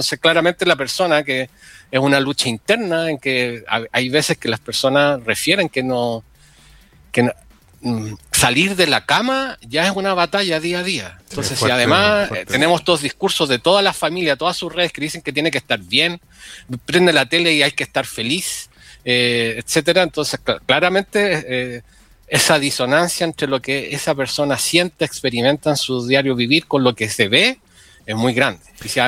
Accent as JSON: {"language": "Spanish", "town": "Santiago", "region": "Santiago Metropolitan Region", "country": "Chile", "moved": "as an adult", "said": "Por ejemplo, yo vengo de Santiago. Yo me vine a trabajar acá en la universidad"}